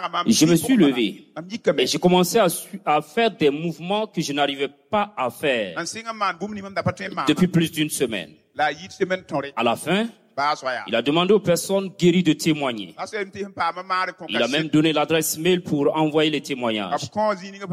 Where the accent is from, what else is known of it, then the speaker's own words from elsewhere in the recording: DR Congo; now in Belgium; Je vis en Belgique. Mais je suis originaire de la RDC.